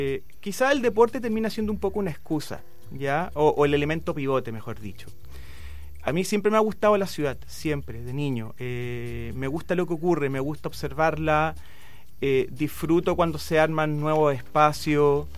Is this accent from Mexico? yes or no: no; Valparaíso, Chile; entendiendo que si somos porteños, queremos la ciudad